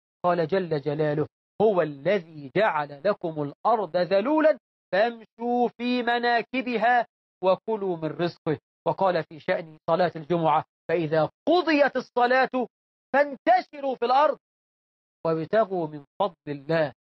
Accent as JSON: {"language": "Arabic", "country": "Egypt", "said": "بلدنا مصر"}